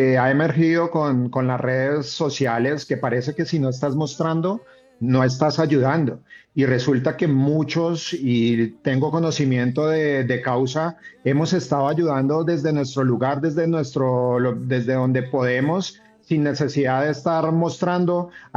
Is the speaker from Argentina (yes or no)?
no; Bogotá, Colombia; now in Cali, Colombia; yo soy de Bogotá, pero amo Cali, me fui muy joven para allá y es una ciudad que me abrió las puertas y que amo profundamente y que me ha dado muchas cosas.